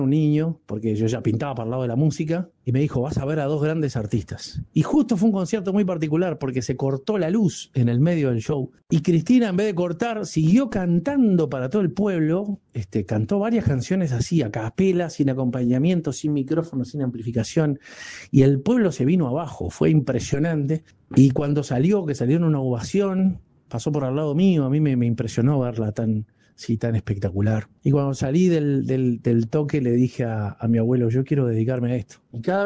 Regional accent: Aguas Corrientes, Canelones, Uruguay; en el pueblo Aguacorriente, donde yo soy

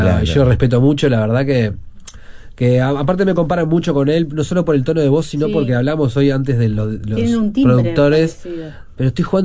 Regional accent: Uruguay; Yo creo que igual acá estoy soy un tipo, soy tan uruguayo que extraño mucho cuando me voy, ¿sabes?

